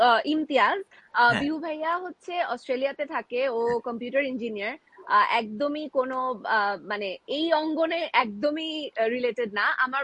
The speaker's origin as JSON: {"language": "Bangla", "town": "Dhaka", "region": "Dhaka Division", "country": "Bangladesh", "tie": "born or raised there", "also_born_or_lived": "Patiya, Chittagong", "said": "তো আমার যখন 40 দিন বয়স, তখন আমার আব্বু আম্মু, মানে আমি চিটং থেকে ঢাকায় মুভ করি 40 দিন বয়সে। তো এরপরে আসলে ঢাকাতেই থাকা হয়, চিটং এ যাওয়া হয়েছে ঈদের সময়, কারণ আমার দাদার বাড়ি, নানা বাড়ি সব চিটাগং এ।"}